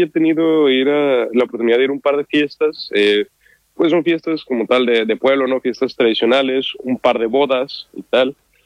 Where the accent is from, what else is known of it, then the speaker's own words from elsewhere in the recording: Jerez, Zacatecas, Mexico; now in Jerez de la Frontera, Spain; de la zona exactamente de donde somos, de Jerez.